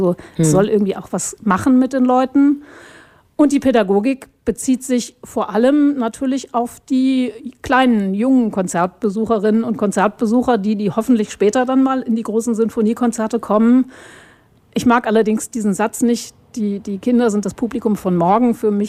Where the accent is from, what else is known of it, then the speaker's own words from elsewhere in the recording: Bremen, Germany; moved away; Ich komme ursprünglich aus Bremen